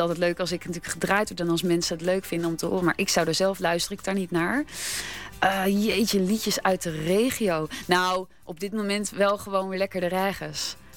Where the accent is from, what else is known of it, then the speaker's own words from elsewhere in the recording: Boskoop, South Holland, Netherlands; Boskoop natuurlijk ook waar ik vandaan kom